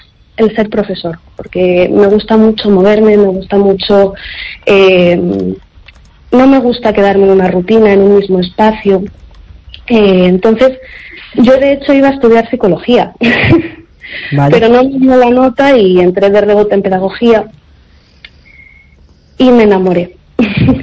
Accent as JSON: {"language": "Spanish", "town": "Santiago de Compostela", "region": "Galicia", "country": "Spain", "tie": "born or raised there", "also_born_or_lived": "Valladolid / Segovia", "said": "yo nací en Valladolid, como comentaste antes. Me crié en Segovia hasta los 6 años, crecí aquí en Santiago, pero bueno, una parte de mí pues siempre estará en Ecuador"}